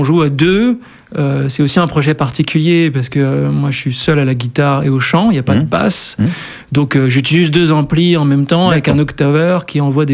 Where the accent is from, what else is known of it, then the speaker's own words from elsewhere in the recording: Île-de-France, France; moved away as an adult; now in Dordogne, France; je viens à la base de la région parisienne, je me suis installé en Dordogne il y a à peu près 10 ans.